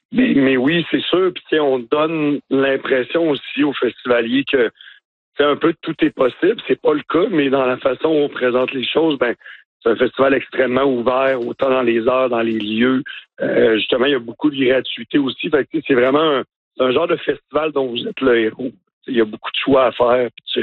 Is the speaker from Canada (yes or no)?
yes; Baie-Saint-Paul, Quebec, Canada; on est born and raised, là, tu sais, on est de Baie-Saint-Paul, fait qu'on connaît les gens